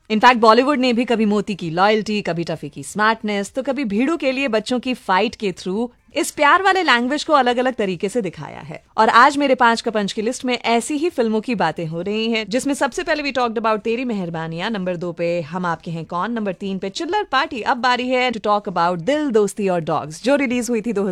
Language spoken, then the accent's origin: Hindi; Patna, Bihar, India; एक आसाम में और दूसरा बिहार में, मेरे शहर पटना में।